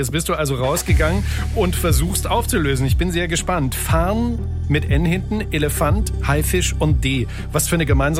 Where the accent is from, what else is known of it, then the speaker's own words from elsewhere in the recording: Apolda, Thuringia, Germany; Ich bin in der Glockenstadt Apolda in Thüringen groß geworden.